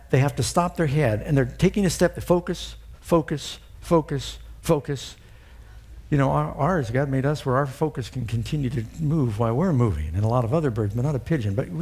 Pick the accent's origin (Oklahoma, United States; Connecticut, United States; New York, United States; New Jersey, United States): New York, United States; New York City; I grew up in New York City. We had a lot of pigeons.